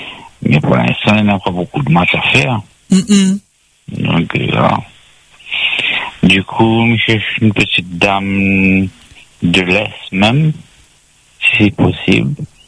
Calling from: East of Réunion, Réunion; Je suis de l'Est. Je suis créole, moi.

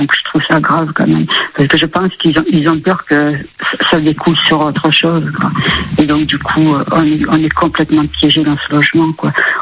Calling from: Montpellier, Occitanie, France; je suis à Montpellier dans le sud

